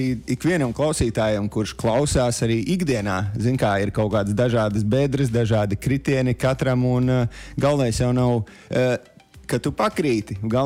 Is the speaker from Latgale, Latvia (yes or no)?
no; Bauska, Bauska Municipality, Latvia; tā kā bija Mārtiņš no Bauskas